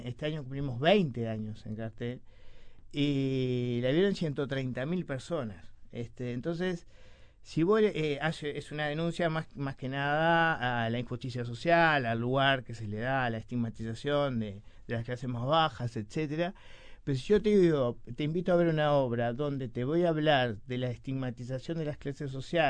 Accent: Montevideo, Uruguay; yo nací en Villa Española, que no es del lugar donde comúnmente salen los escritores.

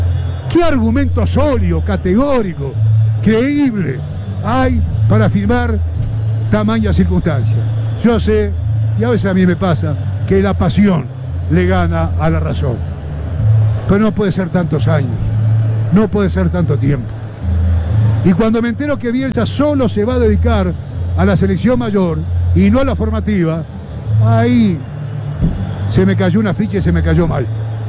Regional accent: Uruguay; somos los futboleros uruguayos, somos la sociedad uruguaya.

